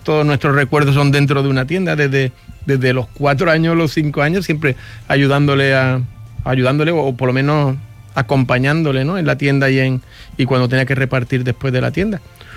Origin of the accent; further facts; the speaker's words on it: Palma del Río, Andalusia, Spain; now in Málaga, Spain; originariamente somos de Palma del Río, de Córdoba.